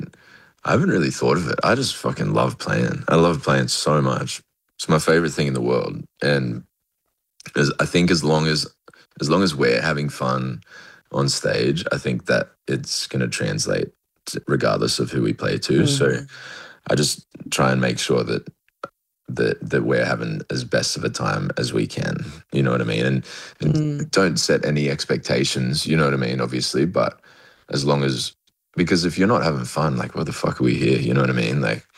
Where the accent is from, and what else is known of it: Tamworth, New South Wales, Australia; born or raised there